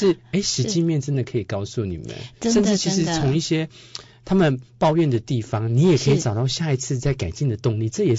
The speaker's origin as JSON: {"language": "Chinese", "region": "Taitung County", "country": "Taiwan", "said": "因为我也是台东人，"}